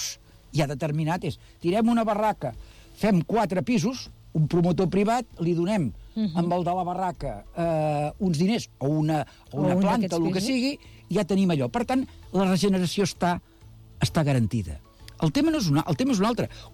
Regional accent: Badalona, Catalonia, Spain

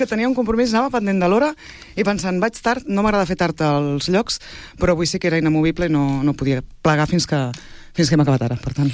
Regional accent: Tordera, Catalonia, Spain; born there; sóc veïna de Tordera i sóc mare de família. Això per començar. Per tant, d'entrada, sóc veïna de Tordera i de naixement.

